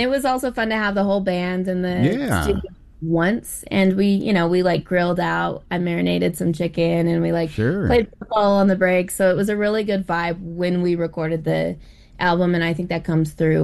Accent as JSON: {"language": "English", "region": "Alaska", "country": "United States", "also_born_or_lived": "Miami", "moved": "yes", "lives_now": "Denver, United States", "said": "I'm based here in Denver. I'm originally from Alaska, and my roots are in the Tsimshian and Tsuk'ipiaq tribes."}